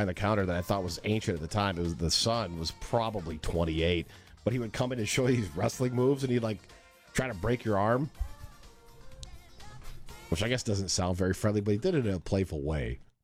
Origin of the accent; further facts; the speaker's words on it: Michigan, United States; Growing up in Michigan, every can is 10 cents